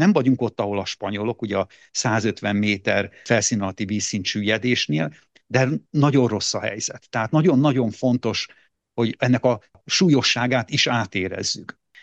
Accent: Hungary; mi mint közösség, mi mint magyar nemzet, magyar állampolgárok

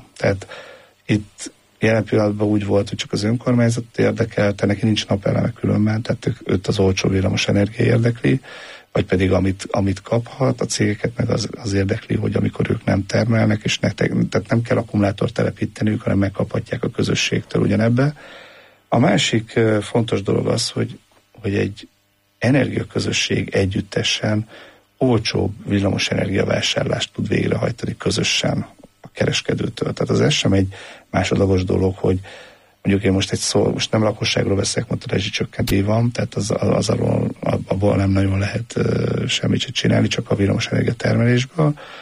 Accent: Hungary; mert ugye szintén magyarok vagyunk

